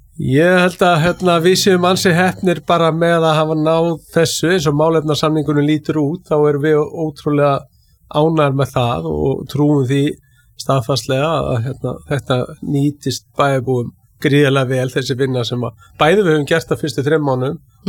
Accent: Keflavík, Southern Peninsula, Iceland; Jú, sko, ég er heim megin við, ég er Keflvíkingur og hérna við eigum auðvitað, hérna, Keflavík og Njarðvík

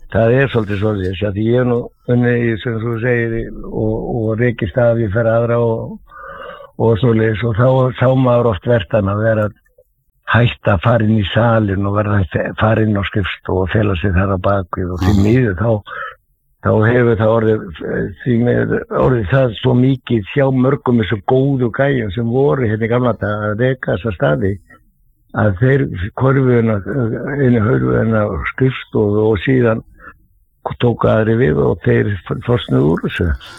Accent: Reykjavík, Capital Region, Iceland; Já, ég fættur á uppalinn í Klefsóttinu

